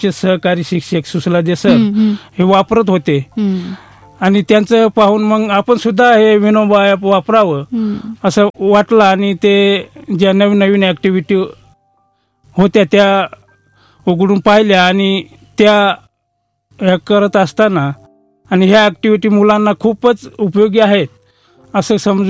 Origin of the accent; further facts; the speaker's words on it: Maharashtra, India; मी पेठ तालुक्यातील झाडीपाडा जळे येथील मूळ गावी राहतो.